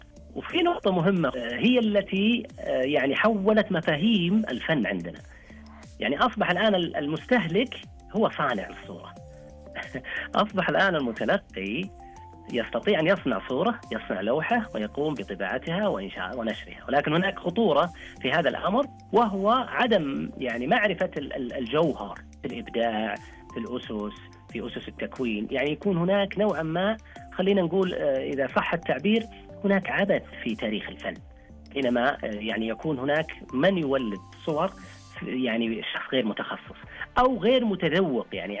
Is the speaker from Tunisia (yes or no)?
no; Saudi Arabia; حينما أطلق واعتمد عندنا في السعودية